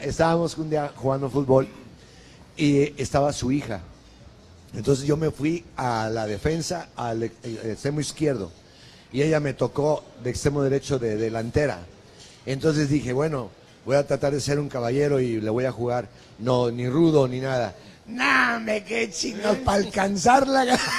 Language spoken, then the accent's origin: Spanish; Tampico, Tamaulipas, Mexico; born there; yo nací en Tampico